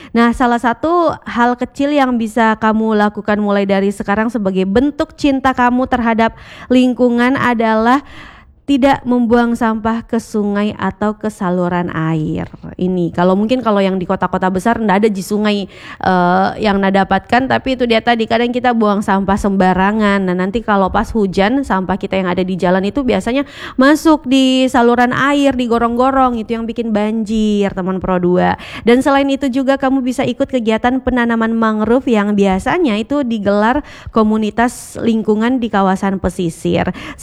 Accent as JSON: {"language": "Indonesian", "region": "South Sulawesi", "country": "Indonesia", "said": "tanggung jawab kita bersama sebagai warga Sulawesi Selatan."}